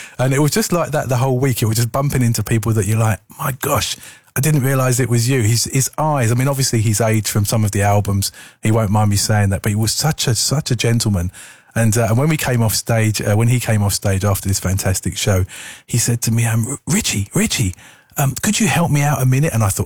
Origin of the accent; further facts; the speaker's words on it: England, United Kingdom; being English